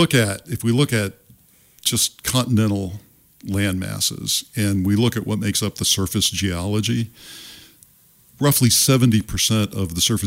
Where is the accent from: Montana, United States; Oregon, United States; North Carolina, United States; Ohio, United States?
Ohio, United States; also born or lived in Southern Nevada; now in Spokane, United States; I grew up in Ohio.